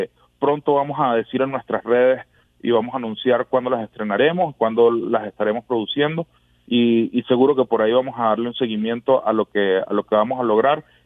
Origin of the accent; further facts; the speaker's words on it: Venezuela; somos una delegación venezolana de 15 personas